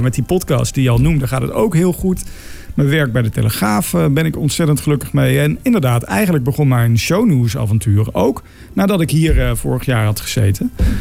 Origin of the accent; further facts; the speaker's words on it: Helmond, North Brabant, Netherlands; moved away; we alle twee uit Helmond kwamen... Of althans, Evert kwam erachter dat ik uit Helmond kwam.